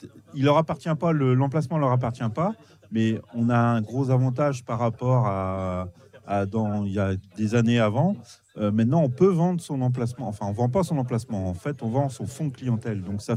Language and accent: French; Brittany, France; Sauf que je suis breton, moi, hein, j'ai un sale caractère.